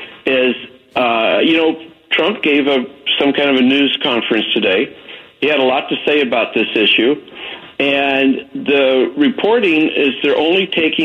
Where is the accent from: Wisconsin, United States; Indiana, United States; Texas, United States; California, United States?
California, United States; Glendale; I remember growing up in Glendale, California in the 1950s